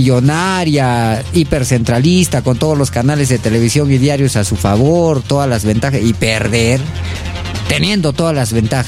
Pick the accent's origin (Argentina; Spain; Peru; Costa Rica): Peru; Arequipa; Yo sí soy recontra arequipeño